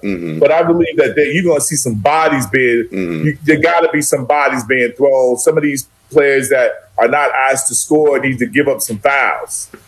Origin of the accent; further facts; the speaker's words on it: New Jersey, United States; I'm from Jersey